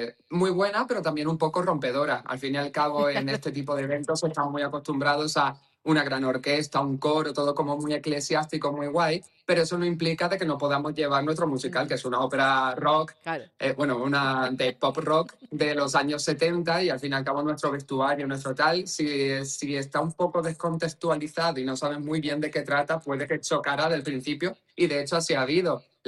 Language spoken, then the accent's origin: Spanish; Spain; como españoles en general